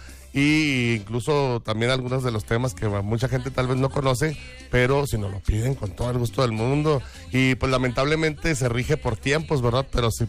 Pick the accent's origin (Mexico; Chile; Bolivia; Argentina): Mexico; Yo soy de aquí, de México, pero venimos de diferentes partes de la República Mexicana e incluso de fuera también.